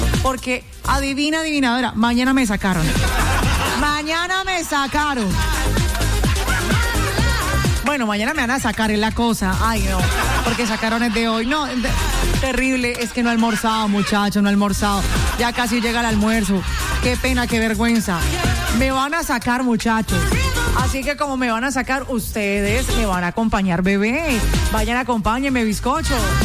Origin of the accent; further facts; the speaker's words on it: Cali, Valle del Cauca, Colombia; como buenos caleños que somos, que nos encanta la rumba, que nos encanta el alboroto, que nos encanta el foforro